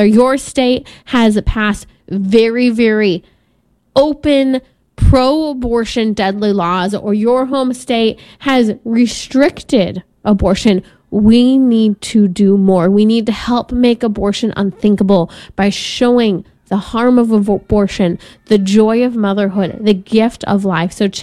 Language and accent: English; California, United States; especially my home state of California